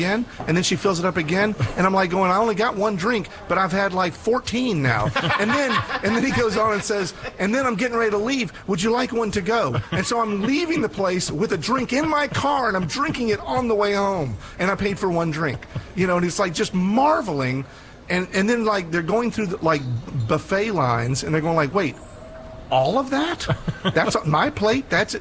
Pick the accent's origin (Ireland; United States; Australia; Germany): United States; I'm an American